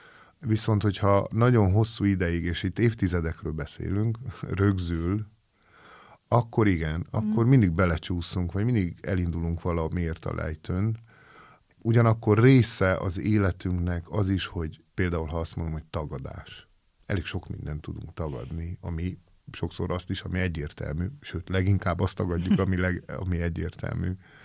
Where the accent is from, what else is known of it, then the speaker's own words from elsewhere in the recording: Transylvania, Romania; itt erdélyi magyarként